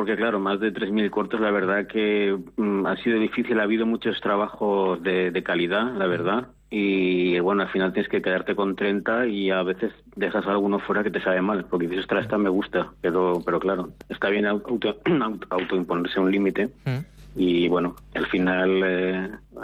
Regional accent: Zaragoza, Aragon, Spain; yo como también en su momento pues vengo también de Zaragoza, pues hay gente que conozco tal y cual

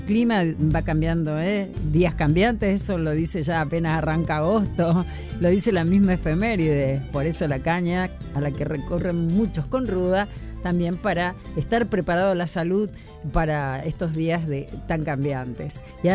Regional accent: Las Varillas, Córdoba, Argentina; moved away as an adult; Claro, nací en Las Varillas, pero vine hace mucho año, como muchos, a estudiar periodismo y ya me quedé.

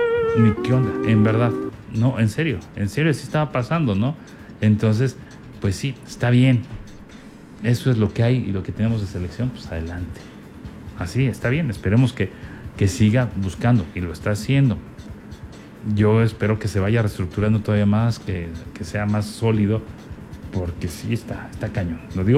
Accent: Mexico; Sí ganó y está bien, festejamos como mexicanos, pero el equipo no está funcionando.

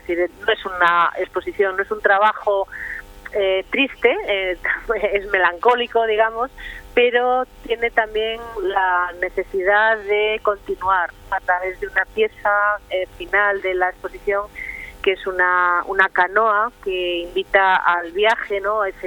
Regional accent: Santander, Cantabria, Spain; also born or lived in Galicia; now in Madrid, Spain; Yo soy de Santander, sí, y siempre vuelvo a mi tierra un poco

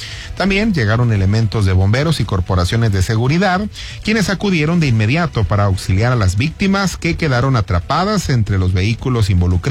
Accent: Mexico; porque somos mexicanos

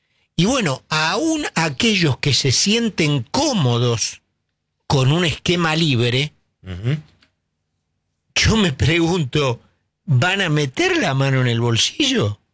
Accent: Argentina; Pero nosotros somos argentinos.

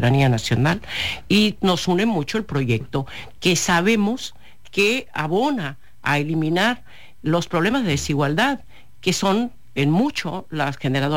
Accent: Culiacán, Sinaloa, Mexico; me construí aquí, nací en Culiacán, he sido una mujer que aquí ha estado, aquí ha luchado, mi familia, mis proyectos aquí se han desarrollado

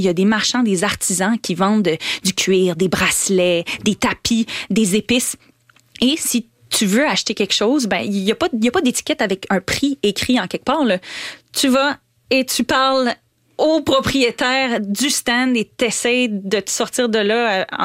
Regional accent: Quebec, Canada; Tu sais, je suis québécoise, j'ai grandi en écoutant les Canadiens de Montréal à la télé petite avec mon papa.

